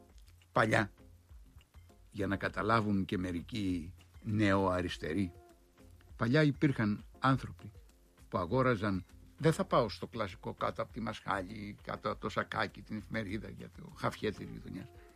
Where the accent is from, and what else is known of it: Crete, Greece; born or raised there